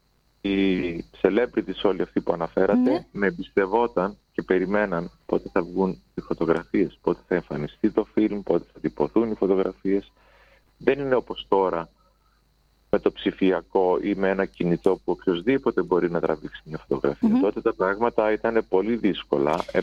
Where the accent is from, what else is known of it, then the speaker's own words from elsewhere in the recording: Veria, Central Macedonia, Greece; moved away as an adult; now in Athens, Greece; Από το 90 που κατέβηκα στην Αθήνα, η καταγωγή μου είναι από τη Μακεδονία, από τη Βέρεια. Το 1990 κατέβηκα στην Αθήνα και ξεκίνησα να ψάχνω δουλειά ως φωτογράφος, γιατί ήμουν ήδη φωτογράφος στη Βέρεια.